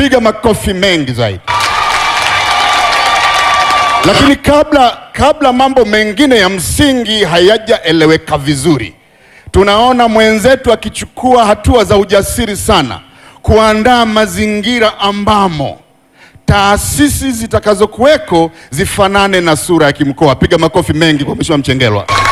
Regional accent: Kilwa, Lindi, Tanzania; Mimi natokea Kilwa

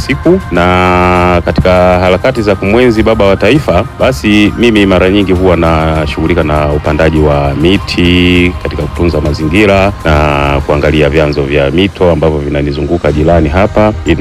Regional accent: Ruvuma, Tanzania; natokea mkoa wa Ruvuma, kata ya Bomba Mbili.

